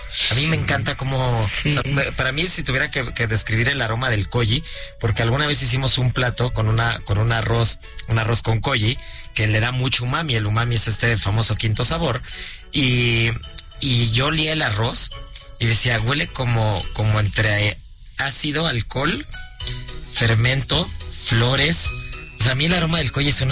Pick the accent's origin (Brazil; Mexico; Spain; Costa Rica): Mexico; Y que como mexicanos lo tengamos registrado, ¿no?